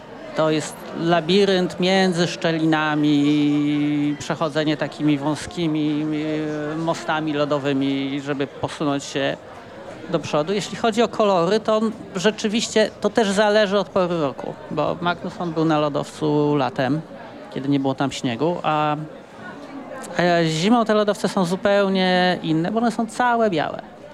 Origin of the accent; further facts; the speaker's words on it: Subcarpathian Voivodeship, Poland; moved away; wychowałem się w Bieszczadach